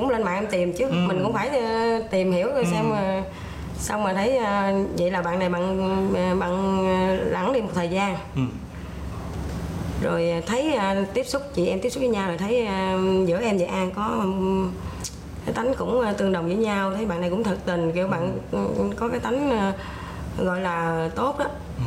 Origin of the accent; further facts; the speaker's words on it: Mekong Delta, Vietnam; em là người miền Tây